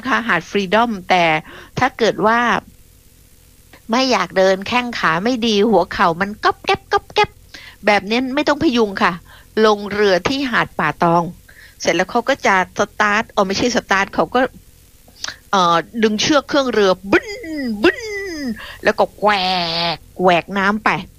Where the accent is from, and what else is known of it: Phuket, Thailand